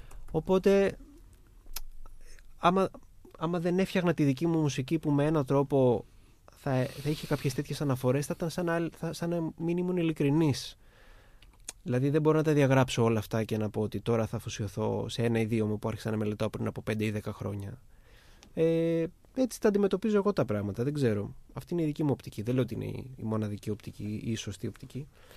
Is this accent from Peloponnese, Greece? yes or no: no; Athens, Attica, Greece; επειδή μεγάλωσα στην Αθήνα, δηλαδή είχα μια ζωή πάντα στην πόλη, δεν είχα αυστηρά ριζωμένη μέσα μου κάποια μουσική παράδοση.